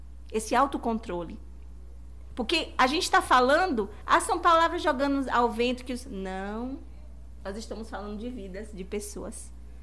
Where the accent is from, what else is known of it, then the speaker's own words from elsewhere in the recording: Brazil; nós somos brasileiros, né?